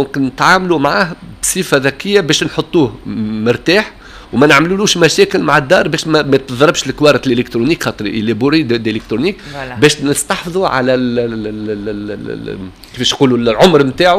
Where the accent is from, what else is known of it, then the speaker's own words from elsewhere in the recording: Tunisia; احنا التوانس